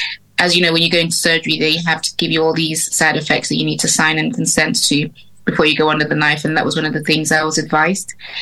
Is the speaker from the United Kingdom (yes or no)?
yes; United Kingdom; born there; So I'm what I like to call Britgerian, because I'm British Nigerian. I was born in the UK, but of Nigerian heritage.